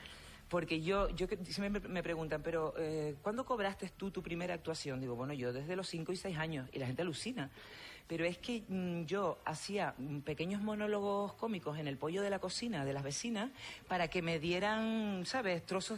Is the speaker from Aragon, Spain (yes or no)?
no; El Paso, Canary Islands, Spain; now in Madrid, Spain; Cuento lo mismo, que soy del municipio del Paso, que me fui de La Palma por salir del Paso, ¿sabes?